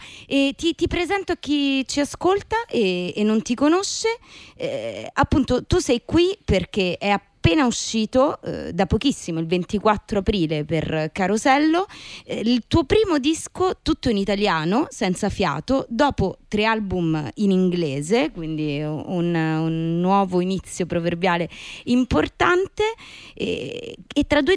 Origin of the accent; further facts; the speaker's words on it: Rome, Lazio, Italy; Io anche da romana